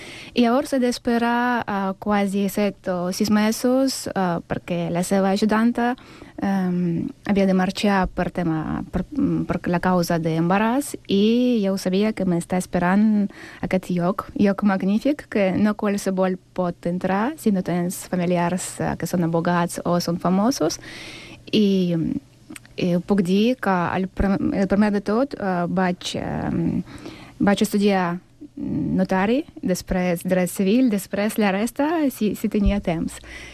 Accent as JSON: {"language": "Catalan", "town": "Simferopol", "region": "Crimea", "country": "Ukraine", "tie": "born or raised there", "also_born_or_lived": "near Kerch, Crimea", "second_language": "Catalan", "moved": "as an adult", "lives_now": "Catalonia, Spain", "said": "recordo la meva infància a Simferopol, a la ciutat."}